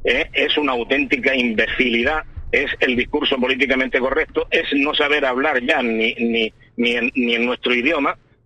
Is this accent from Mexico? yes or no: no; Spain; somos españoles.